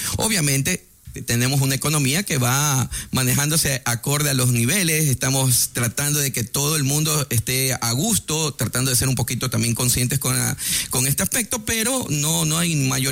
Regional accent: Guayaquil, Guayas, Ecuador; somos los guayaquileños rockeros

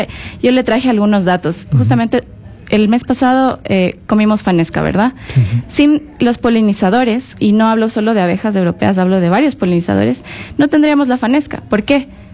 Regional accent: Ecuador

